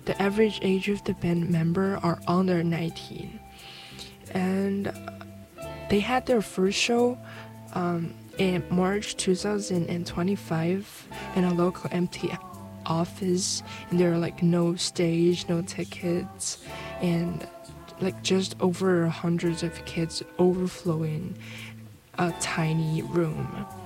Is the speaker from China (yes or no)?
yes; China